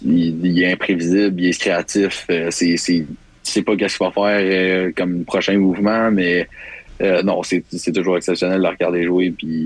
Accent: Deux-Montagnes, Quebec, Canada; Ouais, un petit gars de Deux-Montagnes.

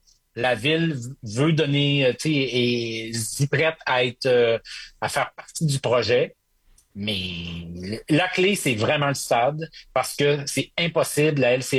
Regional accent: Saguenay, Quebec, Canada; Moi, j'ai grandi au Saguenay.

